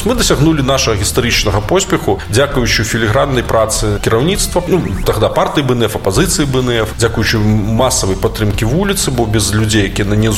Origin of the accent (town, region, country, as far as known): Slawharad, Mogilev Region, Belarus; born or raised there